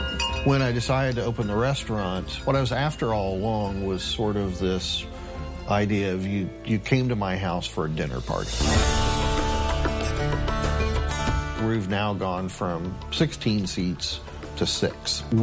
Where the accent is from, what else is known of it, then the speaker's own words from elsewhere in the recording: Oklahoma, United States; growing up in Oklahoma, my earliest memories are being in the garden with my grandmother, something I still remember to this day.